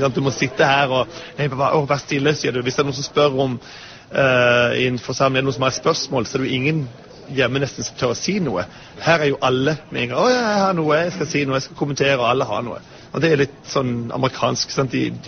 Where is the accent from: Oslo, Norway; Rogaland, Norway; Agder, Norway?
Oslo, Norway; now in New York, United States; Det mye farligere hjemme I Oslo.